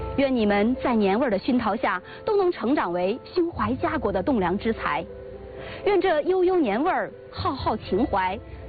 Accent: China; 我们中国人

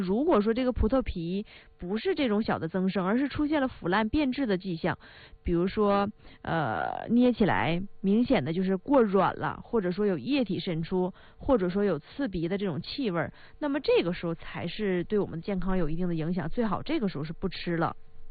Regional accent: Northeast China, China; accent: Northeastern dialect; 就我们东北话来说。

